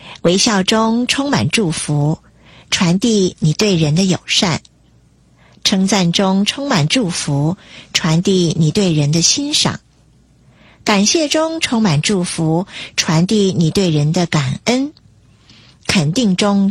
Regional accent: China; 就像我们中国人说的，吃得苦中苦，方为人上人。

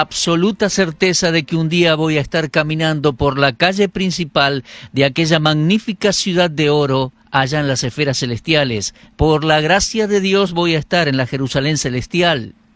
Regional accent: Argentina; Yo tengo pasaporte argentino, porque, bueno, soy argentino

